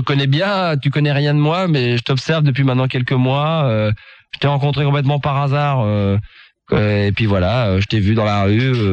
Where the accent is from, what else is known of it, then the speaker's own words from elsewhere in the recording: Paris, Île-de-France, France; now in Carpentras, France; Et voilà quoi, je suis de Paris à l'origine et là je traîne un peu sur Carpentras